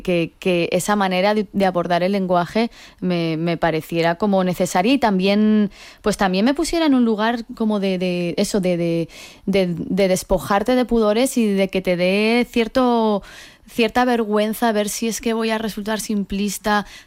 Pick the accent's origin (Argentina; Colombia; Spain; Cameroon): Spain; yo como española de la meseta